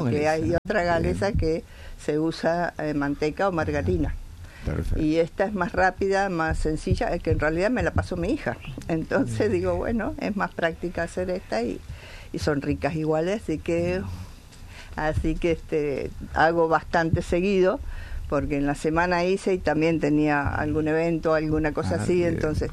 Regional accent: Dolavon, Chubut, Argentina; now in Puerto Madryn, Argentina; Yo originalmente soy de Dolabón.

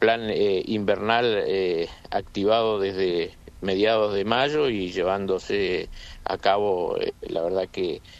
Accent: Argentina; los argentinos somos medio así.

